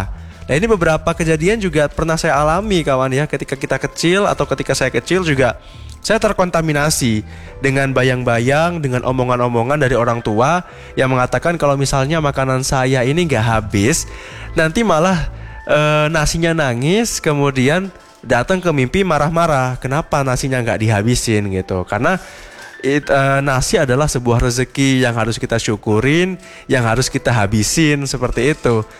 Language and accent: Indonesian; Java, Indonesia; kita sebagai orang Jawa